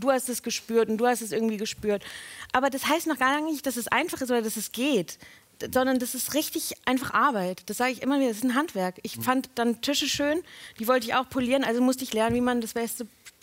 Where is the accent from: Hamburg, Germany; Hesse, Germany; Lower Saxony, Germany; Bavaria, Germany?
Hesse, Germany; Frankfurt; weil ich bin in Frankfurt aufgewachsen und da gab es aber nur so Werbezeug